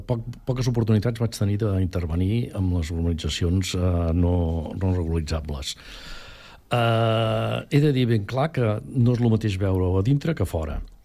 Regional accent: Catalonia, Spain; No em conec bé l'àrea metropolitana de Barcelona, jo sóc del Vallès, i em sap greu.

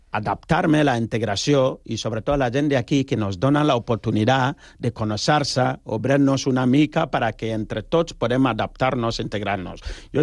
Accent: Ghana; Catalan is a second language; now in Spain; perquè jo soc de Ghana, tu imagina que jo vinc aquí amb un taparrabo o una aliança, això no és així.

